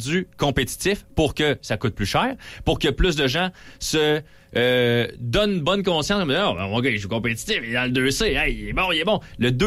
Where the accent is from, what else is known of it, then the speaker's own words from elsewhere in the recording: Saint-Augustin-de-Desmaures, Quebec, Canada; Moi, je venais de Saint-Augustin.